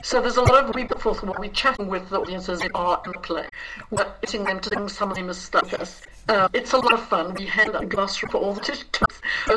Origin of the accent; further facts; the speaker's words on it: Dublin, Leinster, Ireland; I'm also. I'm Southern Irish.